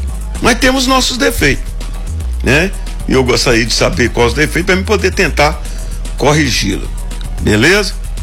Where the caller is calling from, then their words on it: Divinolândia de Minas, Minas Gerais, Brazil; Eu sou vereador na minha cidade, em Divinolândia de Minas.